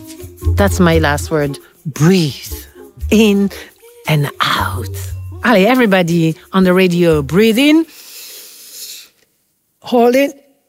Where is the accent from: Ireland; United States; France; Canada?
France; accent: French; English is a second language; because my French accent